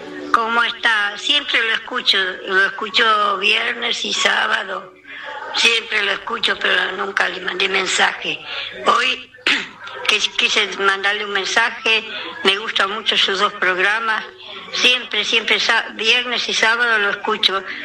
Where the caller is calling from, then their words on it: Pontevedra, Buenos Aires Province, Argentina; de Pontevedra.